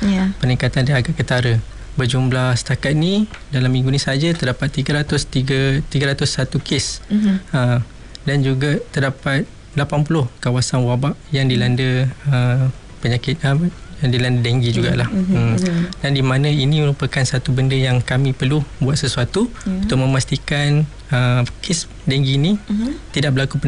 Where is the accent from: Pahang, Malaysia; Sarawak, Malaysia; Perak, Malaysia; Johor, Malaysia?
Johor, Malaysia; Betul, saya orang Johor.